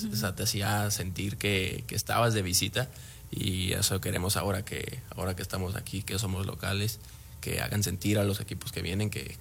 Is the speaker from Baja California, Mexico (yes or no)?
no; Tapachula, Chiapas, Mexico; Sí, claro, pues justo por mi niñez que vivía allá en Chiapas, en Tapachula, inicié y pues fue muy rápido el proceso